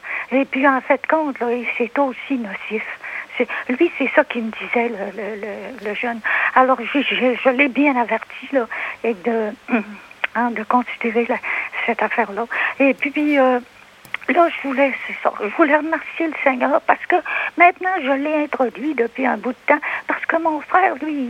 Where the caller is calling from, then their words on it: Alma, Quebec, Canada; là, je suis pas à la campagne, là, je suis à Alma